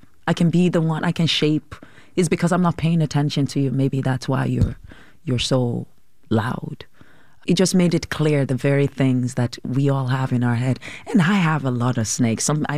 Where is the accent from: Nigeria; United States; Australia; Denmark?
Nigeria; accent: Nigerian; now in Canada; Canada, has always been trying to suppress my Nigerian-ness, because they were complaining about my accent. I'm like, I can't just pick up an accent and do it.